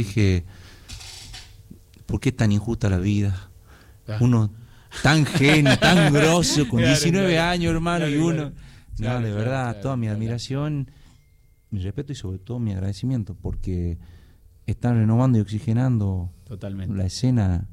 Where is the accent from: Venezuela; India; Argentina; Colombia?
Argentina; Tucumán; Bueno, estamos como representantes tucumanos en un día tan significativo, allí en la Feria de Matadero, desde el mediodía.